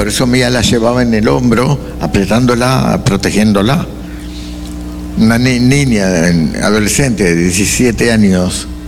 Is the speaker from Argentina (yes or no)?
yes; Argentina; moved away; Yo soy argentino.